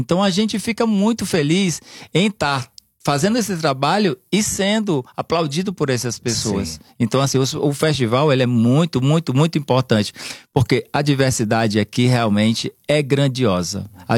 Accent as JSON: {"language": "Portuguese", "region": "Northeast Region", "country": "Brazil", "said": "A cidade um pouco fria para nós nordestinos, mas é muito acolhedora"}